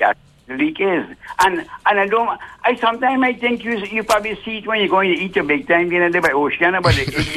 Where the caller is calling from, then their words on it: St. Thomas, U.S. Virgin Islands; I'm calling from St. Thomas.